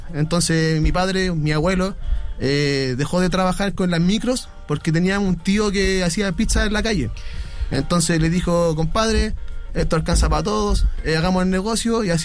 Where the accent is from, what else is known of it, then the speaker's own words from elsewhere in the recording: Puente Alto, Santiago Metropolitan Region, Chile; Soy de Puente Alto.